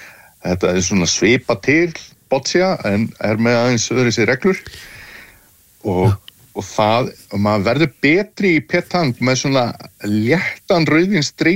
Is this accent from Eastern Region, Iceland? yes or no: yes; Fáskrúðsfjörður, Eastern Region, Iceland; manni finnst stundum hefur maður alast upp og mikið á Fáskursfjörði að vera að tala um þessa frönsku sjómenn sko